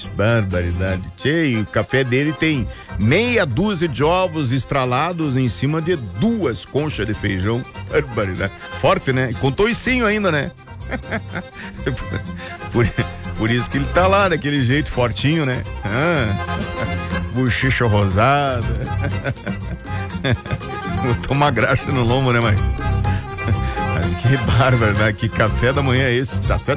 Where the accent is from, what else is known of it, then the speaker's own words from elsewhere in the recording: Pelotas, Rio Grande do Sul, Brazil; Eu sou de Pelotas, bagual. Lá da Princesa do Sul